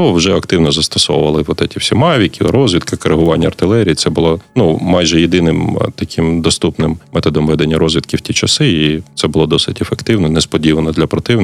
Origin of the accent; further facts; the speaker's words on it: Konotop, Sumy Oblast, Ukraine; Я взагалі-то з Конотопу, Сумська область.